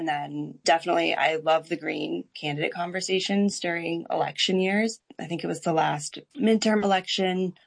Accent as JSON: {"language": "English", "town": "Wilmington", "region": "Delaware", "country": "United States", "tie": "born or raised there", "said": "from Wilmington. I like to consider myself local. I moved to Delaware when I was 5 and grew up here, and I love Delaware."}